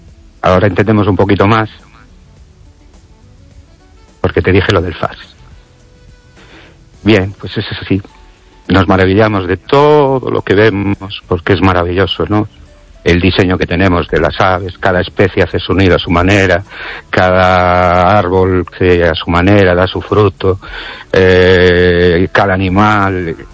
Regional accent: Brens, Galicia, Spain; Buenas noches, Esther y oyentes … de Brens.

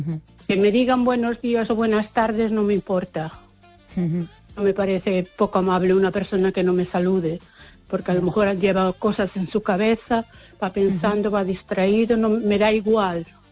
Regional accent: Spain; moved away; also born or lived in United Kingdom; Yo soy española, pero viví mucho tiempo en el extranjero.

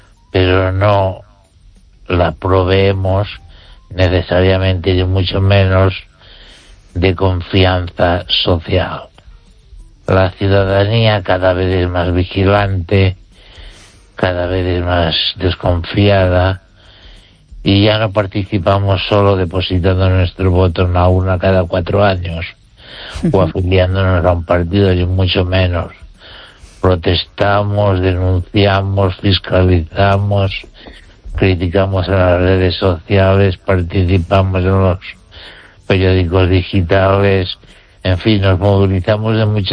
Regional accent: Spain; Y no quiero ser recordado como una persona hecha cosa, sino como un español que razona.

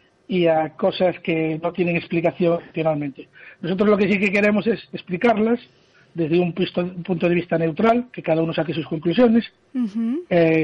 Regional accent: Ferrol, Galicia, Spain; yo soy de Canigo.

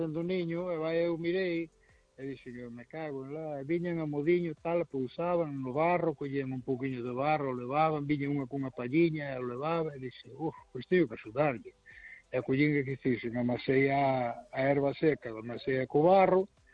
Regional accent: Vigo, Galicia, Spain; Bueno, pois pues a mí tamén me gusta, iso que son de Vigo

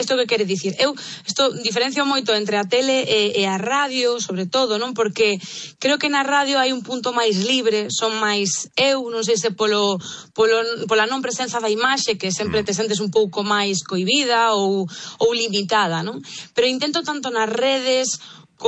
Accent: A Coruña, Galicia, Spain; now in Santiago de Compostela, Spain; neste caso eu son coruñesa, pero levo xa 18 anos vivindo en Compostela, co cal, pois levo os mesmos anos que vivín nunha cidade que a outra.

